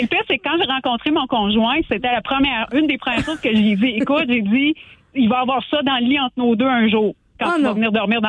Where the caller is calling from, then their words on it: Clarence-Rockland, Ontario, Canada; Moi, je suis à Hull présentement, mais je reste à Clarence Rock.